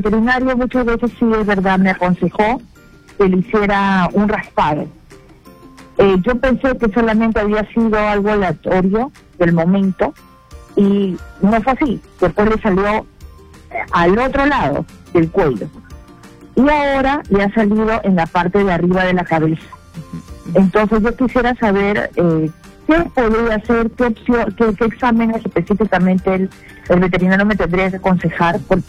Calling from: Lima, Peru; estoy llamando desde Los Olivos.

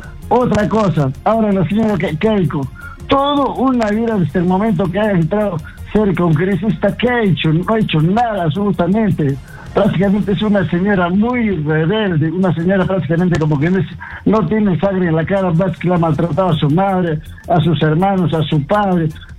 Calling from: Arequipa, Peru; Llamo desde Arequipa

